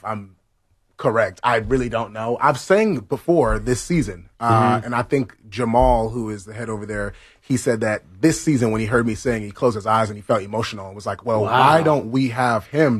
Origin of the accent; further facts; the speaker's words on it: New Haven, Connecticut, United States; Well, New Haven, Connecticut.